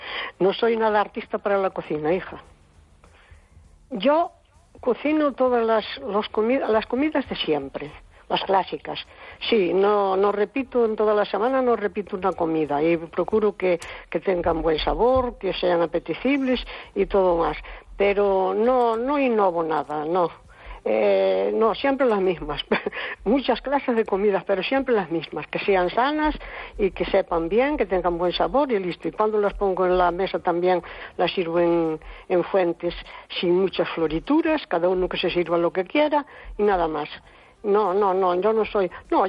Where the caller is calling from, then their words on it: Cespón, Galicia, Spain; de Cespón.